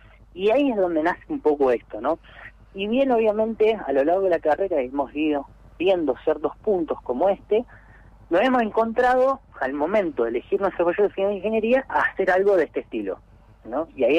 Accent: Trelew, Chubut, Argentina

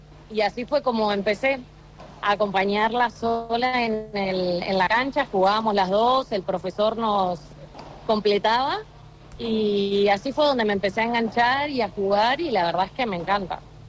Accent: Trelew, Chubut, Argentina; born or raised there; moved away as an adult; now in Cali, Colombia

